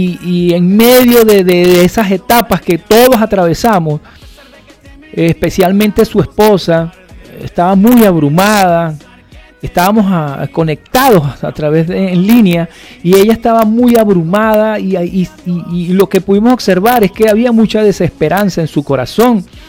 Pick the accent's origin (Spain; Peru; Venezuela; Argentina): Venezuela